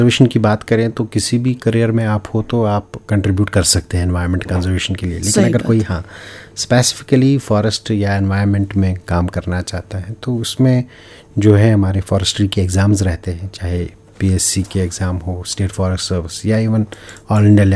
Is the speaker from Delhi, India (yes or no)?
no; Bandipora district, Jammu and Kashmir, India; born there; moved away as an adult; now in Srinagar, India; आज कुपवाड़ा में बहसे थी डीएफओ काम कर रहा हूँ तो कुपवाड़ा में रुकना पड़ रहा है, बट जो मेरी पैदाइश है वो डिस्ट्रिक्ट भांडीपोरा से ही है।